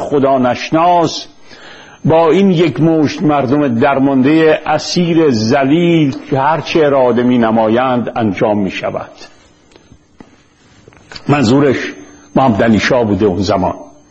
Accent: Iran; چرا ما ایرانی موندیم

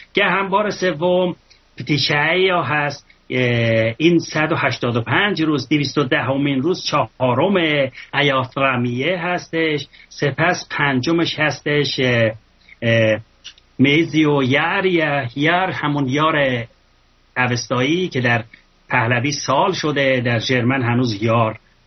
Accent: Ardabil Province, Iran; born there; در اردبیل، من استان اردبیل زاده شدم

